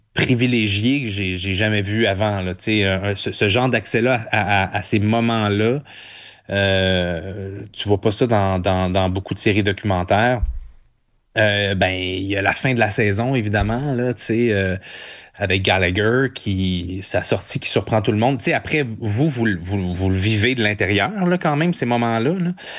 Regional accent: Montreal, Quebec, Canada; born there; Ben moi, je suis né à Montréal, fait que j'étais un peu brainwashé.

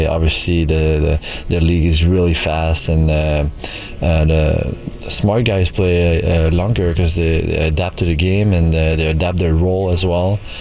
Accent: Quebec, Canada; de jouer deux premières lignes à Montréal, puis spécialement en tant que Québécois pour moi personnellement

